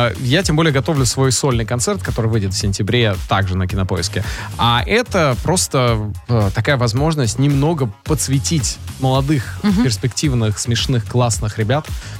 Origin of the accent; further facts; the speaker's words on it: Colombia; Russian is a second language; now in Moscow, Russia; я там, из Колумбии